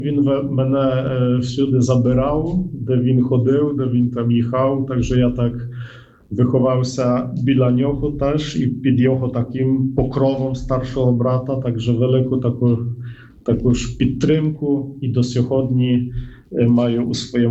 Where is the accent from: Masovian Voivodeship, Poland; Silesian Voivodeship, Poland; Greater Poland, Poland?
Silesian Voivodeship, Poland; Katowice; Я з Катовиць. Катовиця – це моє рідне місто.